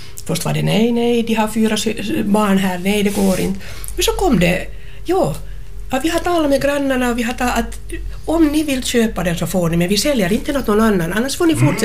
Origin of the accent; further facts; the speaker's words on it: Espoo, Uusimaa, Finland; moved away as an adult; now in Karis, Finland; Jag var hemma från Esbo.